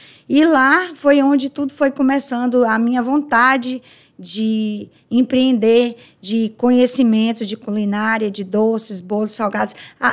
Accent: Nanuque, Minas Gerais, Brazil; Eu sou de Nanuc, nasci e criei aqui em Nanuc.

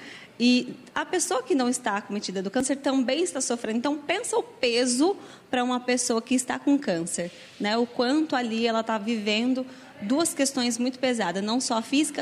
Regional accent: Campinas, São Paulo, Brazil; Eu sempre gosto de voltar um pouquinho minha trajetória. Eu sou natural de Campinas.

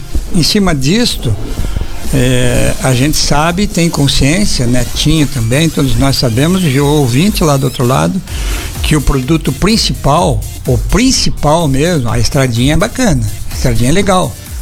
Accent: Paranaguá, Paraná, Brazil; Eu sou de Paranaguá, e o senhor poderia nos dar uma entrevista?

